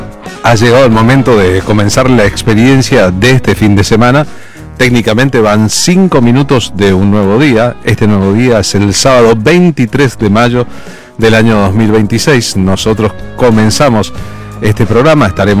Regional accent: Argentina; porque veo que soy argentino, somos argentinos

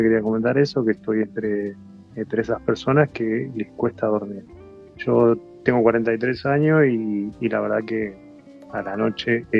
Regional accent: Pompeya, Buenos Aires, Argentina

